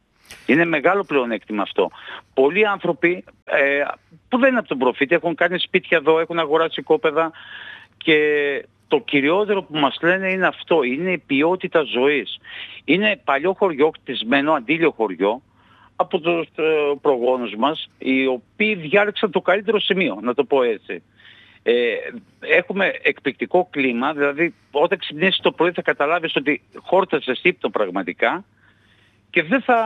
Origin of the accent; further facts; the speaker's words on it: Profitis, Central Macedonia, Greece; θα μιλήσω εγώ για το χωριό μου, για το δίκο μου.